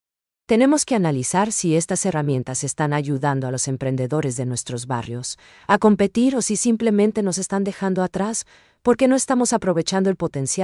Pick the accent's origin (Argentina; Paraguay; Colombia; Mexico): Paraguay; el factor humano que nos define como paraguayos.